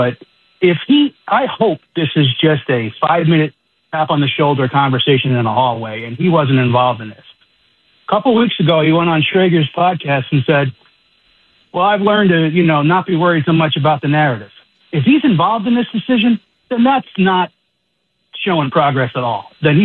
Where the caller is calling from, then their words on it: New Jersey, United States; I've seen it up here in Jersey.